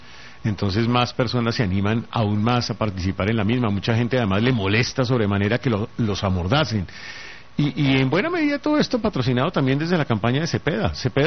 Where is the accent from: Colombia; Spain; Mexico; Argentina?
Colombia; como cualquier colombiano que siempre se emociona con su país